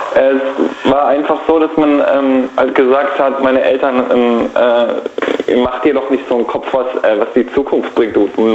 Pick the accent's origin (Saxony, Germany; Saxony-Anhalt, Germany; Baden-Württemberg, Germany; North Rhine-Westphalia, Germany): Baden-Württemberg, Germany; Heidelberg; Ich komme aus dem Heidelberger Raum.